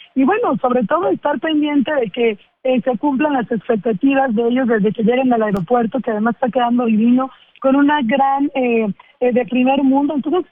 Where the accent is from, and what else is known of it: Mexico